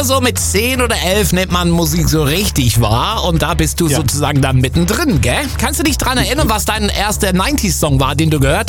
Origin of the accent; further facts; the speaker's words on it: Bremen, Germany; ich bin in Bremen zur Schule gegangen, deswegen kenne ich mich da ein bisschen aus.